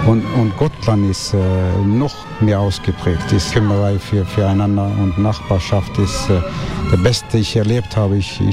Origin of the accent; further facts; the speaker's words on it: Bergen, Vestland, Norway; German is a second language; moved away as an adult; Bergen, auf der Westküste. So, wenn ich hierher gekommen bin seit 2010, dann habe ich ein Gefühl gehabt, dass ich zu Hause war.